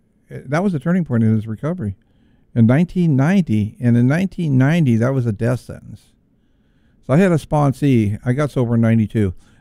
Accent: California, United States; and you know, that's sad and it sucks because that I'm from California, but it's probably true too.

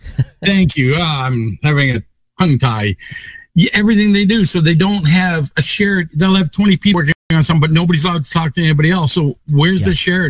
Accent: Canada; us being Canadian

